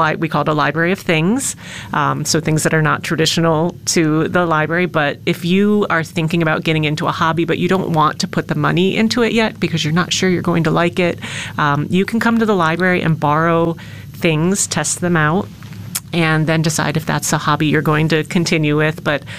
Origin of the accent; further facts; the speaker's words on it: Forestville, New York, United States; moved away as an adult; also born or lived in Boston / Minneapolis / Seattle; now in Buffalo, United States; I grew up in Chautauqua County in a very tiny town called Forestville, and graduated from SUNY Fredonia as well with a business degree. So I've been in the area. I grew up in the area, but I've been away for about 25 years